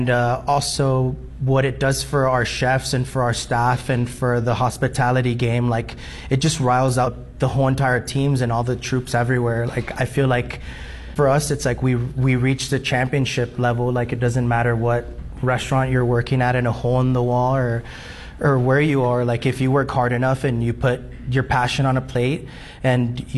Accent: Florida, United States; moved away as an adult; now in Colorado Springs, United States; South Florida. That's my hometown.

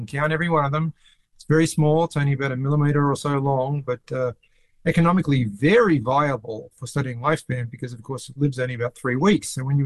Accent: Australia; born or raised there

